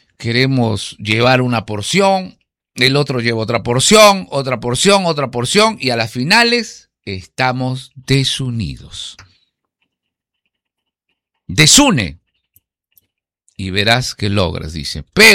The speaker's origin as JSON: {"language": "Spanish", "country": "Peru"}